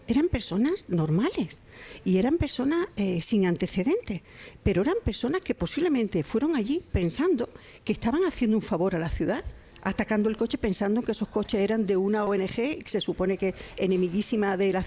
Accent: Ceuta, Spain; Yo vengo de Ceuta.

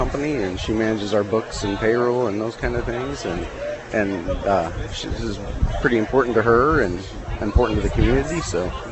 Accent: Manito, Illinois, United States; also born or lived in Morton; now in Mount Pulaski, United States; I was born and raised in Manitou.

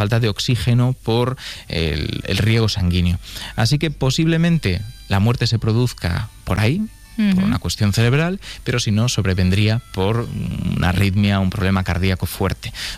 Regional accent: Galicia, Spain

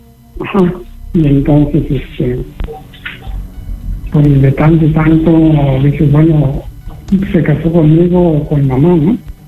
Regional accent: Morelos, Mexico; Mira, yo soy del estado de Morelos.

